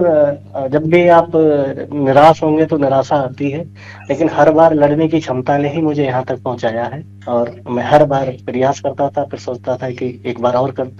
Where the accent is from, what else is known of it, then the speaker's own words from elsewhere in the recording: Sabepur, Uttar Pradesh, India; मूल रूप से ये पीलीभीत जिले के बीसलपुर तहसील का साबेपुर का रहने वाला हूँ